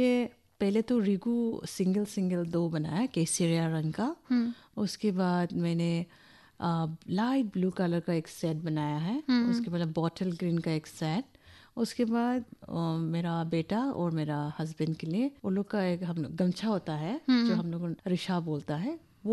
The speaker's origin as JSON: {"language": "Hindi", "town": "Silchar", "region": "Assam", "country": "India", "tie": "born there", "said": "जैसे कि मैंने बोला था कि मेरा जन्म सिलचर में हुआ था"}